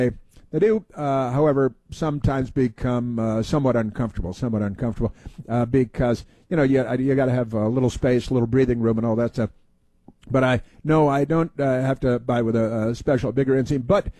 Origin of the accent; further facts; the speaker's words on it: Chicago, Illinois, United States; when I was a kid, growing up in Chicago, North Shore of Chicago